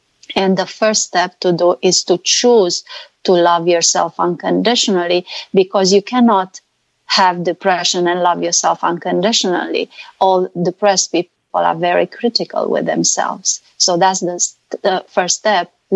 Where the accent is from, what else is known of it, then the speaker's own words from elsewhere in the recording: Romania; Yes, I'm not Hungarian. I'm from Romania